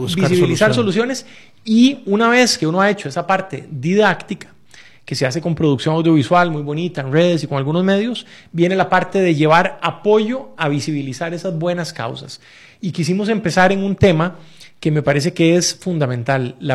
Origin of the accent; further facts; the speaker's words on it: Filadelfia, Guanacaste, Costa Rica; yo crecí en Guanacaste. Yo soy bajureño. Crecí en una finca ganadera y agrícola en Carrillo, en Filadelfia.